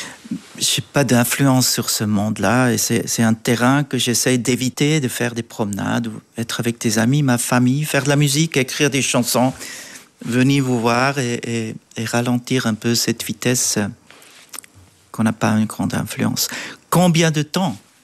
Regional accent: German-speaking Switzerland, Switzerland; French is a second language; Je suis Suisse allemand, oui.

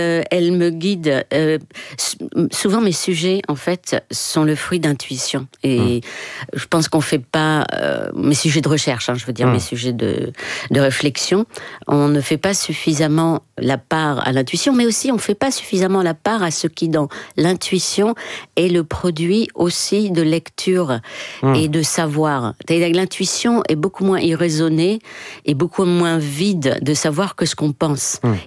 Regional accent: Morocco; Oui, je décris ce sentiment quand j'étais enfant au Maroc. On avait le sentiment de la bienveillance du roi, mais on n'était pas sûr.

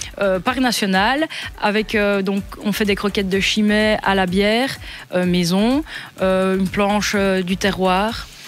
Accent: Liège, Wallonia, Belgium; moved away; je ne viens pas du coin, moi je suis de Liège, oui, okay. Je pense que ça peut un peu s'entendre

